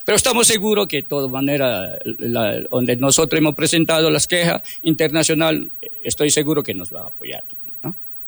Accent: Santo Domingo de los Tsáchilas, Ecuador; Yo vengo de San Domingo, de la Nacional Sáchila. Pertenezco a la comuna Peripa

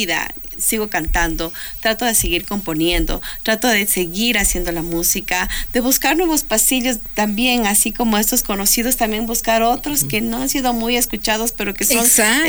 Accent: Ecuador; como artistas, como ecuatorianos.

